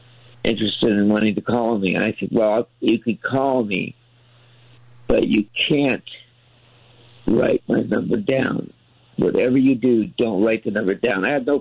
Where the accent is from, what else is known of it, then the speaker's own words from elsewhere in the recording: San Jose, California, United States; I said, "Oh … from San Jose."